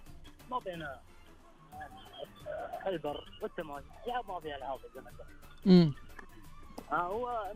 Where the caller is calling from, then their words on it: Taif, Makkah Province, Saudi Arabia; انا من الطائف